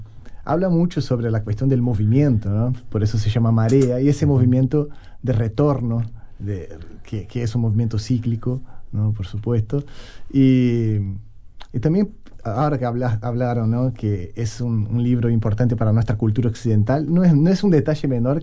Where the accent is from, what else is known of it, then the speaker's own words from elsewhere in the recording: Itápolis, São Paulo, Brazil; now in Uruguay; yo soy del interior de San Pablo. Uh-huh. Por casualidad es una ciudad que se llama Itápolis, que sería Ciudad de las Pedras.